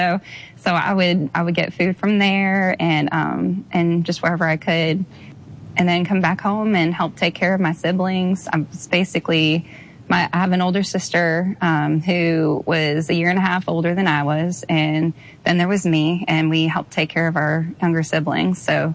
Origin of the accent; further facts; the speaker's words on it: Brea, California, United States; I grew up in Orange County. So Brea's, I think I was born in La Palma.